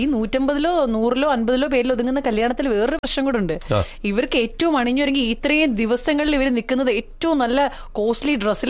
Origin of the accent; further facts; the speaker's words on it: Kollam, Kerala, India; ഇപ്പൊ ഞങ്ങളുടെ നാട് കൊല്ലം